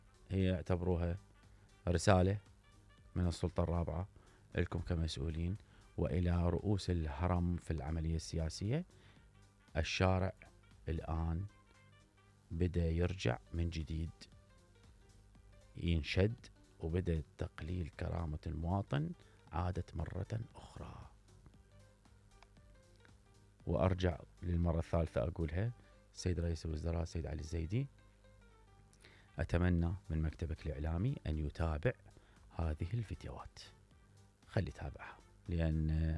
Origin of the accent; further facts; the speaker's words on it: Iraq; لا والله ما أنداس، أنا رجال عراقي ابن عائلة تعبان على نفسي، وابن عشائر